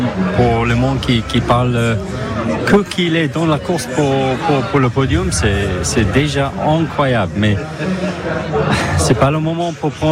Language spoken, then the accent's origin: French; England, United Kingdom; French is a second language; je suis anglais